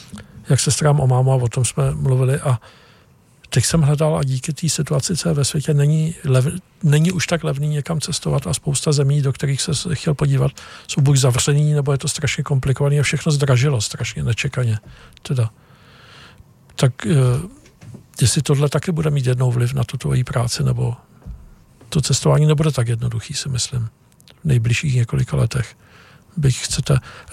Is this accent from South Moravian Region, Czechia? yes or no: yes; Brno, South Moravian Region, Czechia; born there; Brno budeš... je moje rodné město, takže tam já jezdím.